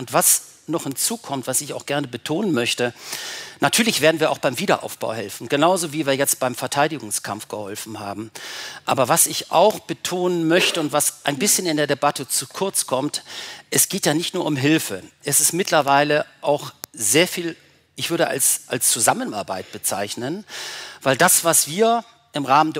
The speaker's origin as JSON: {"language": "German", "country": "Germany", "said": "Und da können wir uns als Deutsche auch eine Scheibe davon abschneiden."}